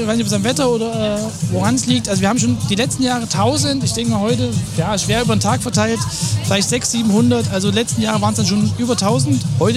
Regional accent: Pößneck, Thuringia, Germany; 45 Jahre jung, gebürtig aus Pößneck

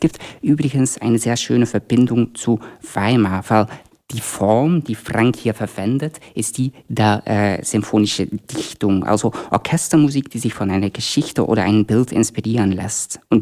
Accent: Belgium; moved away; ich komme ursprünglich aus Belgien

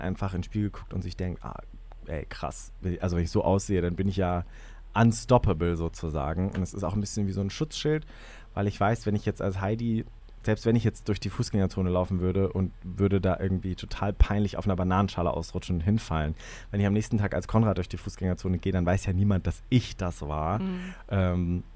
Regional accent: Jena, Thuringia, Germany; jetzt kommt eine Drag Queen aus Thüringen oder aus dem Osten. Also wenn Leute nicht wissen, wir kommen aus Jena und da gibt es diese Drag Bubble

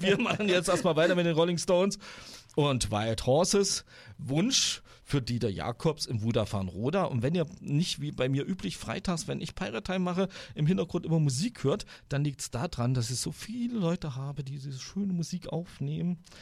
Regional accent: Eisenach, Thuringia, Germany; ich bin ja aus der Bronx in Eisenach

